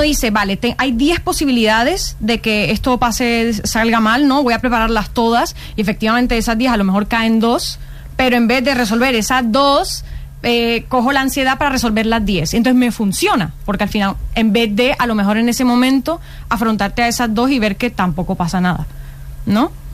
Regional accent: Colombia; siempre cuando se enteran de que vengo de Colombia a visitar a mi familia es control aleatorio

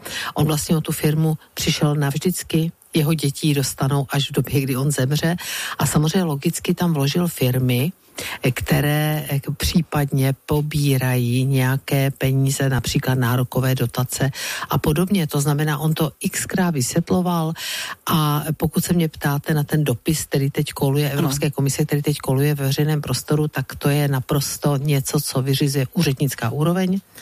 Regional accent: Brno, South Moravian Region, Czechia; protože jsem Brňačka

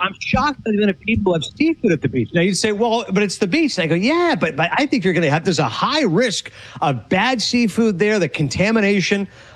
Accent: Canada; When you're a kid, you love the snow. Growing up in Canada, we get snow.

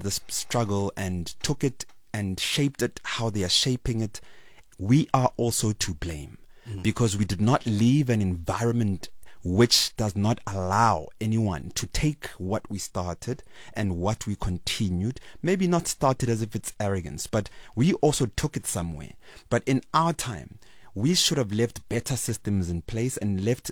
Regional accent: Soweto, Gauteng, South Africa; And Komirolensi, Ndofaya, Soweto, where I come from, where I was raised

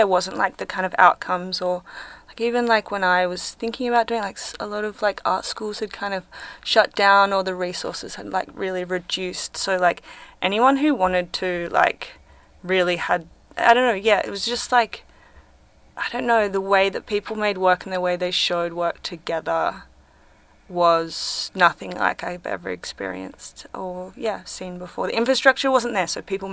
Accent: Perth, Western Australia, Australia; moved away; I lived in Perth. I'm from Perth.

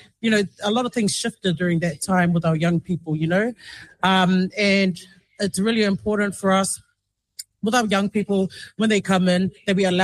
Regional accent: Otara, Auckland, New Zealand; I grew up in Otara, born and bred

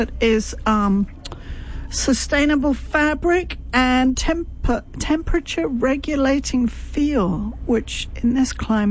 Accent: London, United Kingdom; moved away; I just got back from London, my hometown.

